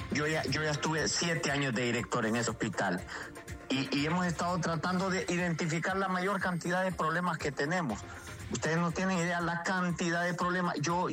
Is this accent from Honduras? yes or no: yes; Honduras